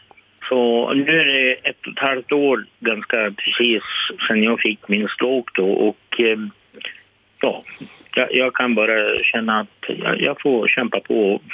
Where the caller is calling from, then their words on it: Vilhelmina, Västerbotten County, Sweden; Jag är västerbottning. Jag kommer från Vilhelmina.